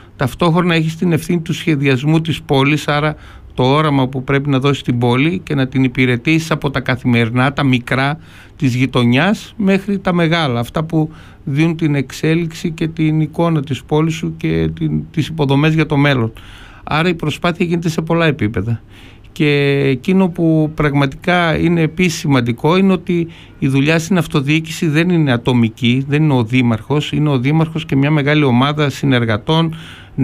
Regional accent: Panorama, Central Macedonia, Greece; γιατί εγώ έχω καταγωγή από το Πανόραμα

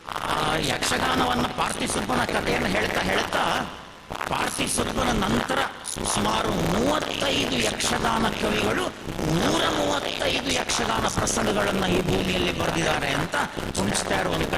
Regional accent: Kasaragod, Kerala, India; now in Puttur, India; ನಾನು 3 ದಶಕಗಳಾಯಿತು ನಾನು ಮೂಲಕ ಕಾಸರಗೋಡಿನವನು ಈ ಪುತ್ತೂರಲ್ಲಿ ನೆಲೆಸಿದ್ದೇನೆ. ನಾನು ಕಾಸರಗೋಡು ಮೂಲದವನು, ಎರಡಕ್ಕೂ ಸ್ವಲ್ಪ ಸಂಬಂಧ ಇದೆ ನನಗೆ

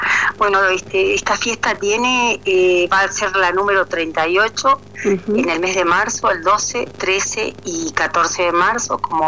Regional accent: Dolores, Soriano, Uruguay; Yo soy de Dolores, en el departamento de Soriano, oriunda de allí.

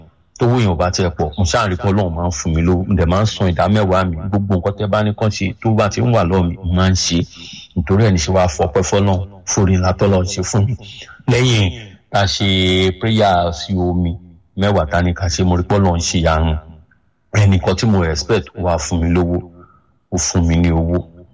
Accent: Ikorodu, Lagos, Nigeria; láti ìlú Ìkòròdú ni mo ti wá. Èmi lọmọ ìjọ yín lórí afẹ́fẹ́.

